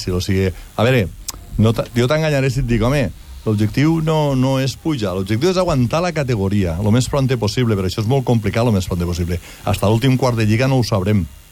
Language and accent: Catalan; Catalonia, Spain; jo no considero Tarragona territori nostre, nosaltres som les Terres de l'Ebre